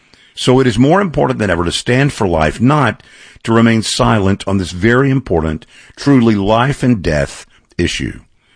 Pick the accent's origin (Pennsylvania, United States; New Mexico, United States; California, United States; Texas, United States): Texas, United States; moved away; my home state of Texas.